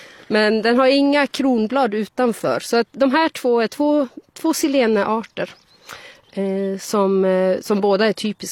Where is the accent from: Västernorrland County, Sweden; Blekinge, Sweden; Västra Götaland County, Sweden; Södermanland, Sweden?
Västra Götaland County, Sweden; Nej, inte själv, för jag är uppvuxen i Västergötland och där plockade vi prästkragar och blåklint både till kudden och till kransen man hade i håret.